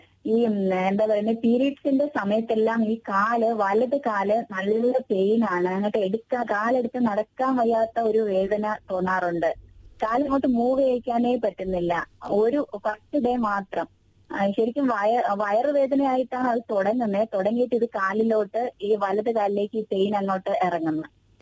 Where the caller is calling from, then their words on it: Thiruvananthapuram, Kerala, India; തിരുവനന്തപുരത്ത് നിന്നാണ്.